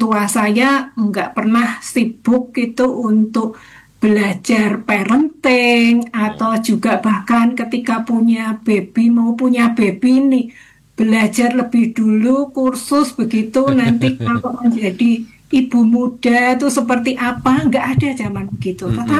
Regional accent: Java, Indonesia; saya orang Jawa

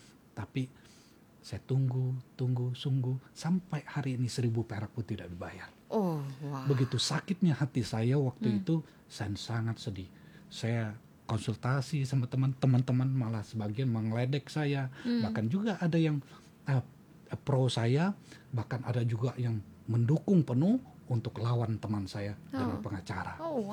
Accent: Kalimantan, Indonesia; Karena saya orang Kalimantan, masih ada darah Dayaknya gitu ya.

